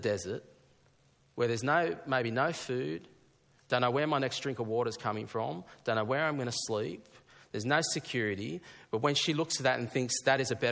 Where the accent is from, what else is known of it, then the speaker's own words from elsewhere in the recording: Thirroul, New South Wales, Australia; There's this little shop down south where I grew up in Thirroul called Buck Hamblin.